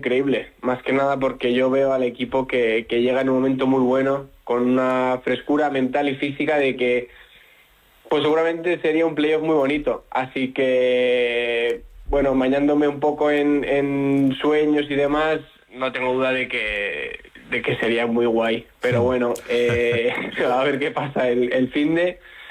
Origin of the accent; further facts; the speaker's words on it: Bilbao, Basque Country, Spain; Yo, pues, soy de Bilbao y estoy muy cer